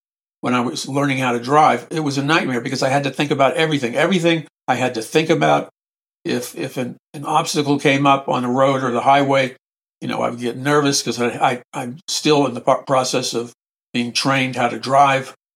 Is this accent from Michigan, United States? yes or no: no; New York City, New York, United States; For me, it was a little bit later than most people because I grew up in New York City and nobody really drove in New York City.